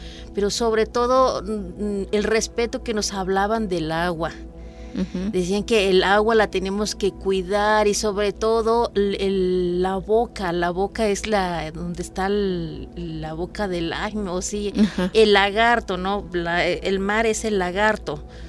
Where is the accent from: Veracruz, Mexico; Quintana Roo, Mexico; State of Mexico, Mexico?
Veracruz, Mexico; Tantoyuca; moved away; yo soy de Palmital, pertenece a Tantuyuca. Palmital ya está colinda con casi como 20 minutos al estado de Hidalgo. Entonces estamos muy pegados al estado de Hidalgo, pero pues es un lugar muy muy bonito